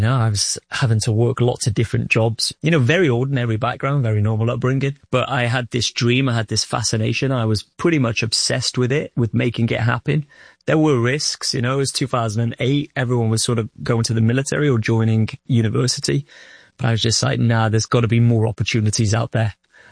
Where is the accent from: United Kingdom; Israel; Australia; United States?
United Kingdom; Old Colwyn, Wales; growing up in North Wales in Old Colwyn, you know, a place no one really knows